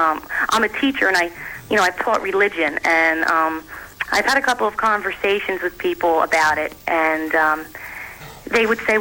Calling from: Philadelphia, Pennsylvania, United States; I'm from Philadelphia, Pennsylvania, outside.

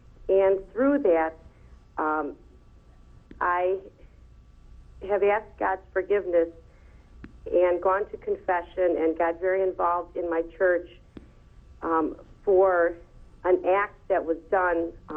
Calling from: Cleveland, Ohio, United States; Cleveland, Ohio.

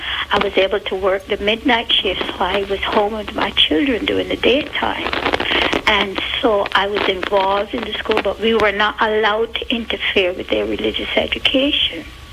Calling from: Montgomery, Alabama, United States; I'm from Montgomery, Alabama.

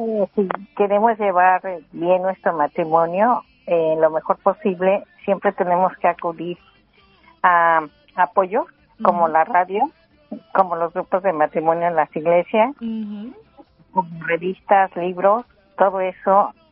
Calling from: Sacramento, California, United States; De aquí de Sacramento.

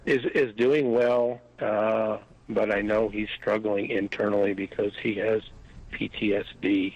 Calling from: Trenton, New Jersey, United States

